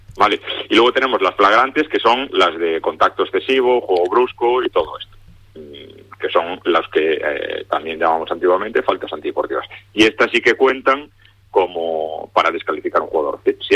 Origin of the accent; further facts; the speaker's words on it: A Coruña, Galicia, Spain; yo soy de Galicia.